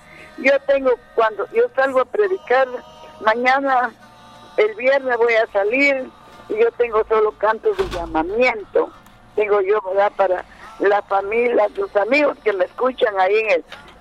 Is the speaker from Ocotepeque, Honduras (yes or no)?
yes; Ocotepeque, Honduras; Fui a mi tierra a ver a mis cuatro primos hermanos que tengo allá.